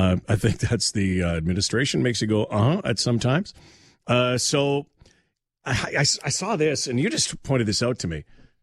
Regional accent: Winnipeg, Manitoba, Canada; So yeah. I grew up in Winnipeg.

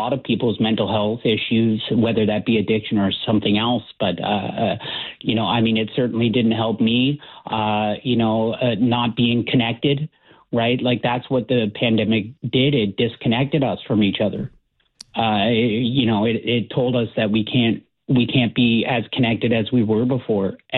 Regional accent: Cambridge, Ontario, Canada; moved away as an adult; now in Toronto, Canada; I'm from Cambridge, so yeah. that's where everything started for me. But I came to Toronto in about 2013, 2014

